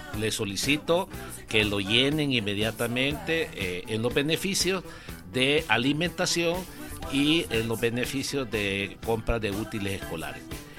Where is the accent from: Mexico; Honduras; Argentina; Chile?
Honduras; Comayagua; Yo me acuerdo, yo soy foráneo, soy de Comayagua y me tocaba caminar.